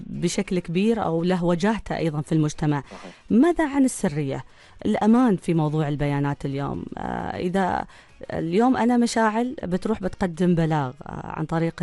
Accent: Oman; إحنا كمجتمع عماني دائما تلقى كذا محافظ ولله الحمد خجول

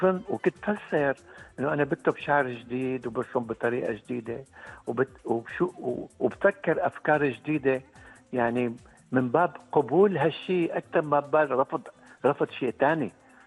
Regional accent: Latakia, Latakia Governorate, Syria; طبعا مدينتي اللاذقية مدينة أنا يعني بقول ممكن بقول انصلبت عليها وانتميت لها

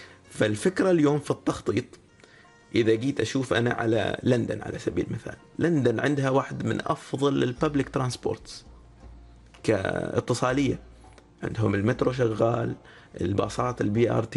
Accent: Oman; على هويتي أنا كعماني

